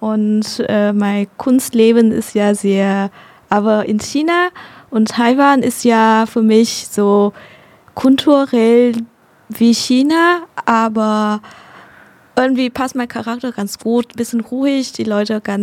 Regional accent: Hanoi, Vietnam; German is a second language; In Hanoi.

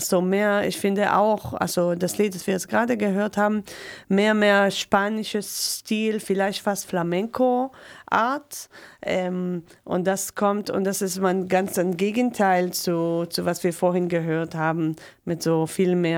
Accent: Israel; Das war auf jeden Fall, wo ich aufgewachsen bin. Es ist eine Stadt in der Nähe von Tel Aviv

